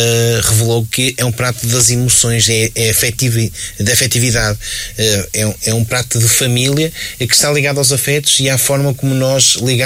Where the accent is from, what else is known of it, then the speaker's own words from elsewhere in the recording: Norte, Portugal; Nós somos marcoenses, somos baionenses, somos da região de Tâmega e Sousa e temos esta identidade.